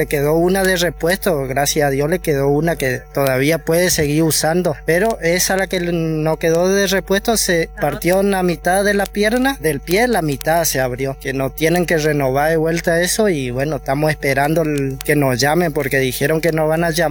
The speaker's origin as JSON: {"language": "Spanish", "region": "Chaco", "country": "Argentina", "said": "Porque yo soy del Chaco y allá lamentablemente teníamos Canday y no se conseguía nada. Y de ahí nos mandaban para acá y bueno, no nos quedó otra de venir para acá."}